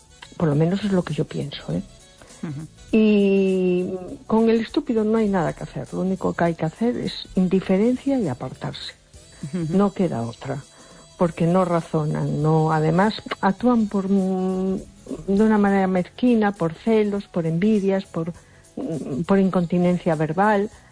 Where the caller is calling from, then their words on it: A Coruña, Galicia, Spain; de Coruña.